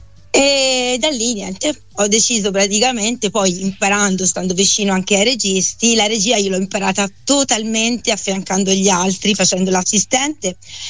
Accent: Prato, Tuscany, Italy; Poi mi sono toscana e mi sono poi finita, diciamo, ho iniziato a formarmi, diciamo, per la recitazione cinematografica, perché chiaramente sono partita da quella teatrale nella mia città a Prato, da quando avevo tipo 6 anni.

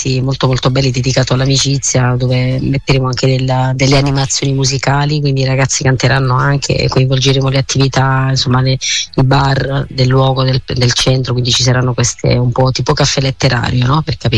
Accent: Lesina, Apulia, Italy; E lo realizzeremo in un teatro qui a 15 km dal mio paese, che è un po' più grande, perché non abbiamo un teatro così grande qui a Lesina.

